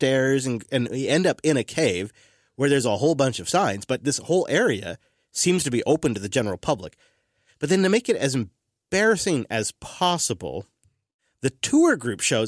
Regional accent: Canada; I'll tell them I'm Canadian and I didn't understand and it'll work.

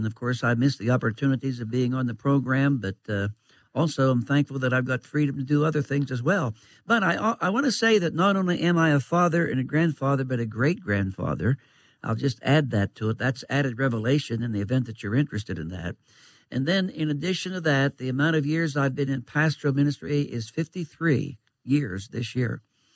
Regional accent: United States; now in Altoona, Pennsylvania, United States; Hey, I'm an American.

